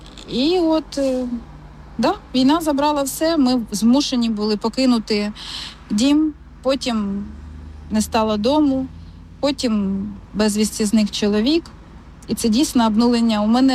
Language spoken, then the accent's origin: Ukrainian; Velyka Pysarivka, Sumy Oblast, Ukraine; moved away as an adult; Ми самі з Великої Писарівки.